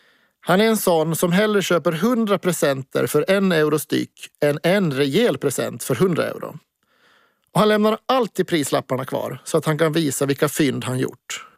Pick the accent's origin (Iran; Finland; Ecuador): Finland; Jakobstad, Ostrobothnia; born there; var tillsammans med min biologiska mormor Teta när jag föddes hemma i Jakobstad.